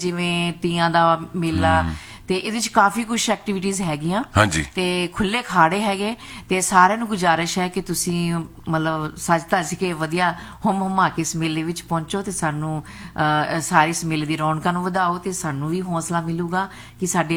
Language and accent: Punjabi; Punjab, India; ਕਿਉਂਕਿ ਅਸੀਂ ਪੰਜਾਬ ਤੋਂ ਚੱਲ ਕੇ ਤੁਹਾਡੇ ਲਈ ਇੱਥੇ ਆਏ ਹਾਂ